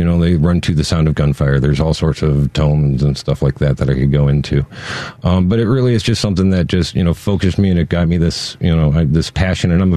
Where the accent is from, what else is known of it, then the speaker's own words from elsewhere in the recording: Crystal Lake, Illinois, United States; I am from Crystal Lake.